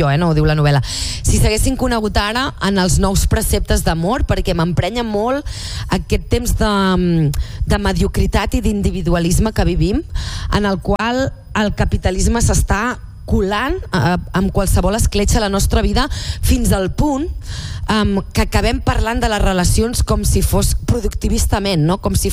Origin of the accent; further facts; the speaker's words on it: Sant Feliu de Llobregat, Catalonia, Spain; Jo vaig començar a estudiar teatre a Sant Feliu de Llobregat, al meu poble, quan tenia 10 anys